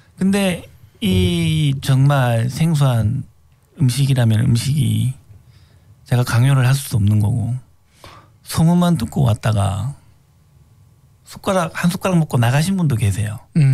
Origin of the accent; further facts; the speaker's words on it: Yangsan, South Gyeongsang, South Korea; 제가 경상남도 양산 시골에서 자란 적이 있었는데